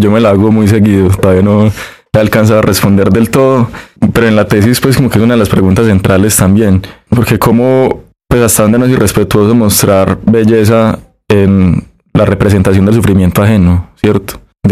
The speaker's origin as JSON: {"language": "Spanish", "town": "Medellín", "region": "Antioquia", "country": "Colombia", "tie": "born there", "said": "yo que nací en Medellín, que nací en una época, que vi en mi infancia algunas cosas y en mi adolescencia otras y en mi adultez otras"}